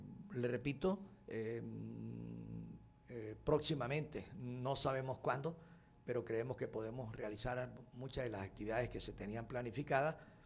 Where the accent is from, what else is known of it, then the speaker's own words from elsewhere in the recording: Mérida, Venezuela; por ser de acá, también de Mérida.